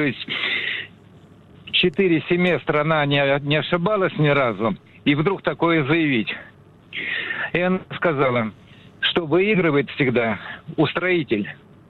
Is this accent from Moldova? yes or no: no; Moscow, Russia; Я из Москвы.